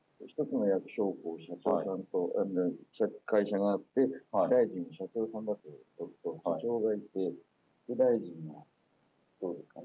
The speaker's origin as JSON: {"language": "Japanese", "town": "Godo", "region": "Gifu", "country": "Japan", "tie": "born or raised there", "also_born_or_lived": "Aichi", "said": "生まれは、はい、一県の、あんぱち、合同町というところが、私の、はい、元々の実家。"}